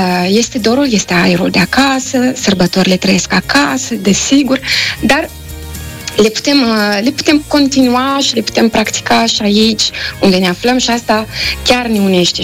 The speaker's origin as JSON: {"language": "Romanian", "country": "Moldova", "moved": "as an adult", "lives_now": "France", "said": "Nu prea puteam spune că-s din Moldova"}